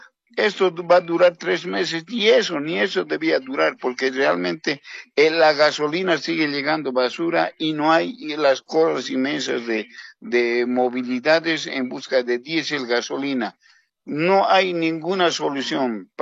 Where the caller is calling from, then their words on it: Cochabamba, Bolivia; Buenos días, le hablo de Cochabamba.